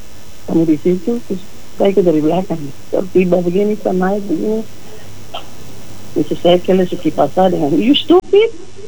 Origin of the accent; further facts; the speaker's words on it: Papua, Indonesia; Kami Papua diistimewakan sekali.